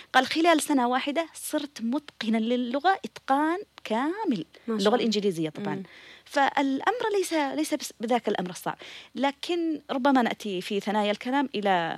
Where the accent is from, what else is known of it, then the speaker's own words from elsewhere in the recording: Yemen; عندنا في اليمن